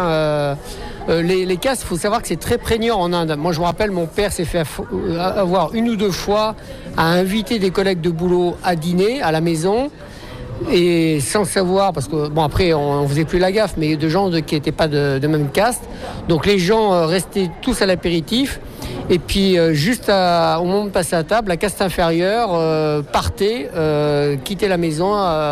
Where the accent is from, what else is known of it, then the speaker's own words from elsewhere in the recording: France; moi je suis français, de famille française, mon père est français, des Pyrénées, ma mère était de Grenoble, des Alpes. Voilà, je suis complètement français, malgré que j'ai beaucoup voyagé.